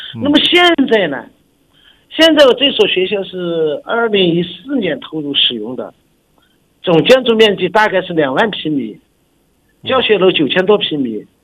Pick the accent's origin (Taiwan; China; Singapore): China; Nanchong, Sichuan; born there; moved away as an adult; now in Xinjiang, China; 我出生在四川省南充市的一个比较偏僻的乡村吧。80年代是我的成长期，那个时候学完以后，有的学长说新疆这边的条件比我们那个老家还好一些，各方面待遇也好一些。由于家庭条件不太好，于是就来到了新疆这边。